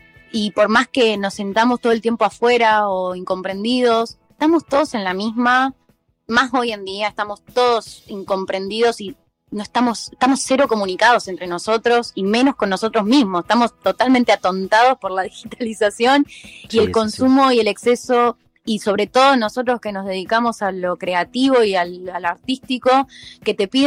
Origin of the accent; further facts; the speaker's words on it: San Luis, Argentina; moved away as an adult; now in Buenos Aires, Argentina; yo soy de San Luis, soy de provincia, estoy hace 5 años en la ciudad, en la gran ciudad, en Buenos Aires